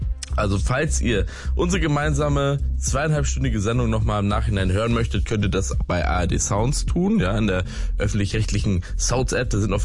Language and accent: German; Lübeck, Schleswig-Holstein, Germany; denn ich komme ja gebürtig aus Lübeck, aus Norddeutschland.